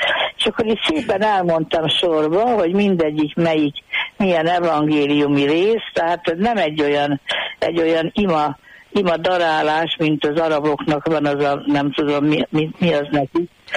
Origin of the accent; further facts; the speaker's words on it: Egerszólát, Heves, Hungary; born there; mert az akkori pápa megtudta, hogy Eger Szóláton megszületett